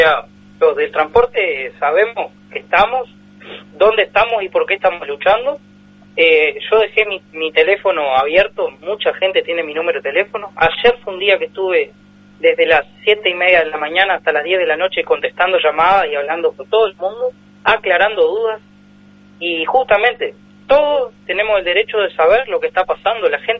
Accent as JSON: {"language": "Spanish", "region": "Tacuarembó", "country": "Uruguay", "tie": "born or raised there", "said": "Soy de Tacuarembó, tengo 26 años, siempre fui de acá."}